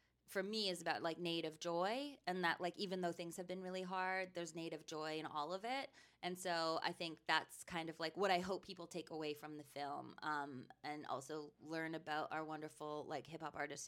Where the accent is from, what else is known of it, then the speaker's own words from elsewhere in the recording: Edmonton, Alberta, Canada; I'm from Edmonton in, like, northern Alberta, and, like, my family drove, like, 5 hours to come see the film